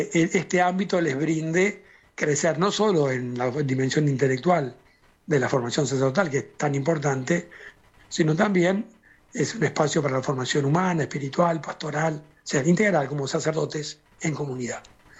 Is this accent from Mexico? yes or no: no; Morón, Buenos Aires Province, Argentina; moved away as an adult; now in Rome, Italy; yo soy de Morón